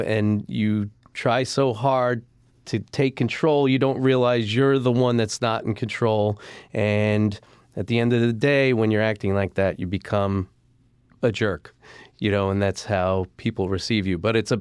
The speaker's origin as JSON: {"language": "English", "region": "Florida", "country": "United States", "said": "Yeah, well, we're from Florida, so never been out to this side of the country."}